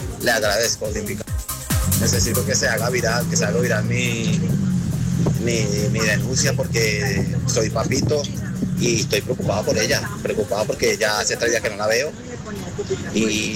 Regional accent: Venezuela; porque nosotros estamos como venezolanos y estoy un poquito confundido con lo que está pasando.

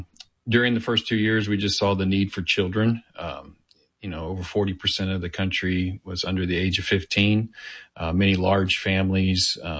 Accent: Missouri, United States; moved away as an adult; also born or lived in Haiti; Well, I grew up outside of St. Louis in a very mission-minded church

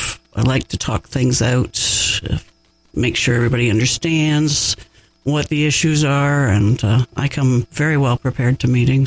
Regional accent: Minden, Ontario, Canada; I was born and raised in Minden.

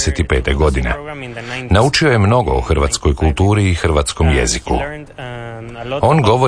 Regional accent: Vancouver, British Columbia, Canada; Croatian is a second language; dolazim iz Vancouvera u Kanadi.

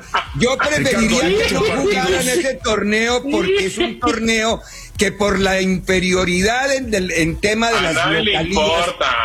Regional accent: Mexico; solo ponemos el público porque somos mexicanos, ponemos el público, no se agranden.

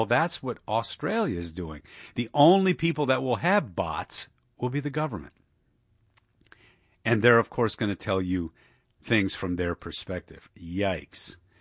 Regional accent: Detroit, Michigan, United States; I grew up in Detroit. Okay? I saw what happened to my city.

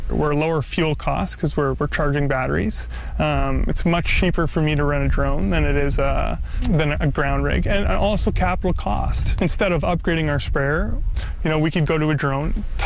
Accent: Morden, Manitoba, Canada; I'm from Morden, Manitoba here. We're just north of Morden. I'm a farmer here in southern Manitoba.

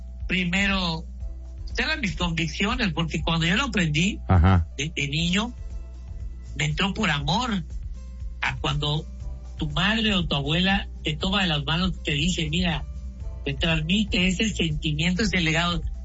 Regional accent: Mexico

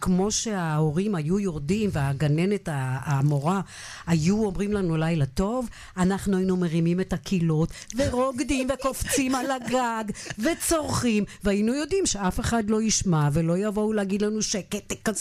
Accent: Afikim, Northern District, Israel; נכון, מאוד חם באפיקים. בעמק הירדן חום לחוט, חום אימים. אז כשהיינו ילדים, גרנו כמובן בבית ילדים

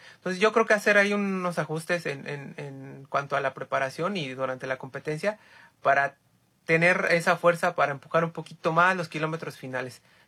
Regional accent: Mexico; México es mi país, créeme, por eso es que lo puse 100% mexicano, porque ahí nací, ahí crecí, ahí entreno, mis papás son de México, toda mi familia

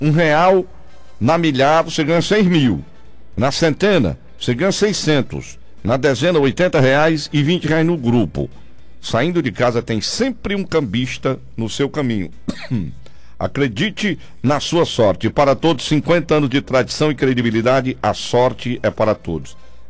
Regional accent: Ipu, Ceará, Brazil; Sou lá do Ipu.

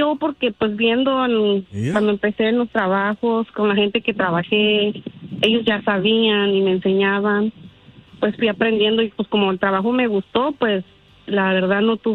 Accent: Guanajuato, Mexico; now in Indiana, United States; Sí, soy de Guanajuato, perdón, y radico en Indiana.

